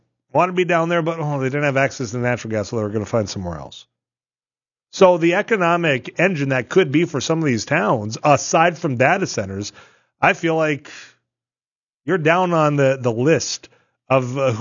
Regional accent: Leeds, North Dakota, United States; the townships met in Leeds, my hometown, to discuss a variety of things

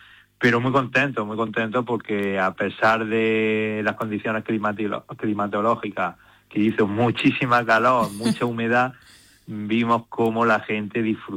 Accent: Anta, Spain; todos somos del municipio de Anta

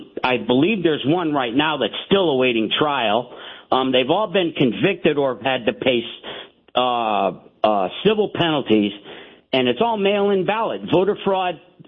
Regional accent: United States; I have a real driver's license. I can go and with a star up in the corner, and that proves I'm an American citizen, and I vote.

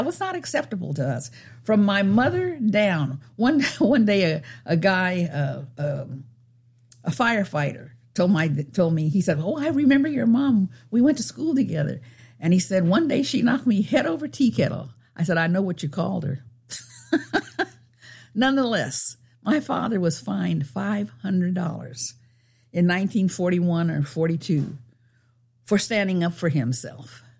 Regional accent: United States; I grew up black in America. I was in my 40s at that time, maybe 50s.

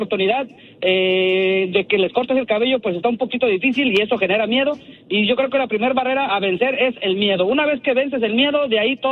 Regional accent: Oaxaca de Juárez, Oaxaca, Mexico

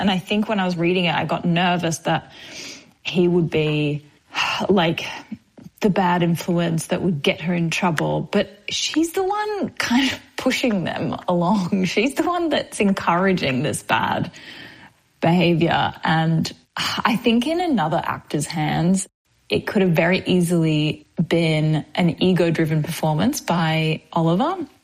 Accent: Australia; accent: Australian; You know, if it was like my Australian accent, they'd be like, lock her up, you know?

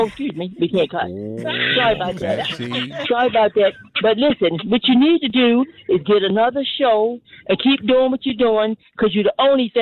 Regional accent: Baltimore, Maryland, United States; born there; but I was born here. I'm 71 years old. I'll be 72 soon.

